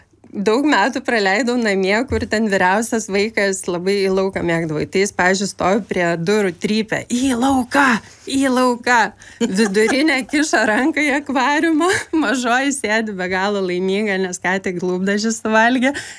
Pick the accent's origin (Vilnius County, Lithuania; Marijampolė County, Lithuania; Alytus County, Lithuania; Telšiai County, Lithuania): Vilnius County, Lithuania; Vilnius; aš užaugau Aklųjų rajone Vilniuje. Ir jis visai netoli LRT yra.